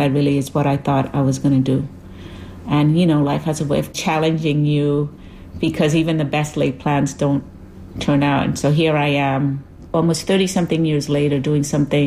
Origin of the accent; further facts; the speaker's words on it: Puerto Rico; Growing up in Puerto Rico, as a child, I remember being singled out and called La Negrita in endearing ways from loved ones.